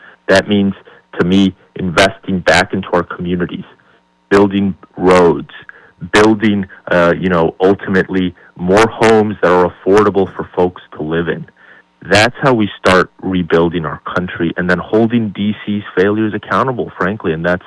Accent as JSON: {"language": "English", "town": "Hudson", "region": "New Hampshire", "country": "United States", "tie": "born or raised there", "moved": "yes", "lives_now": "Moultonborough, United States", "said": "But I grew up down in Hudson. So I grew up down in Hudson."}